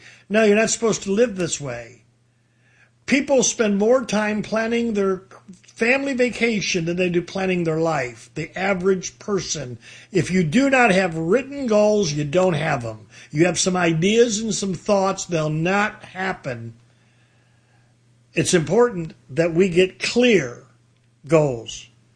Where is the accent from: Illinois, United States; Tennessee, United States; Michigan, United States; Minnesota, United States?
Michigan, United States; Detroit; I come from Detroit